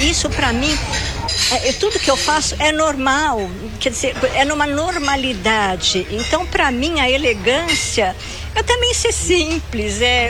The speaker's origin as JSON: {"language": "Portuguese", "country": "Brazil", "moved": "yes", "lives_now": "Paris, France"}